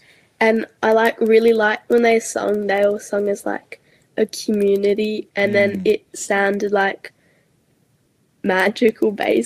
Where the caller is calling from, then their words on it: Currumbong, New South Wales, Australia; I'm in New South Wales in like Currumbong.